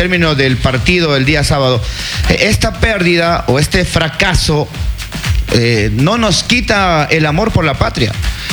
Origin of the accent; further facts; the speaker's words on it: Ecuador; somos ecuatorianos, amamos esta tierra, vivimos aquí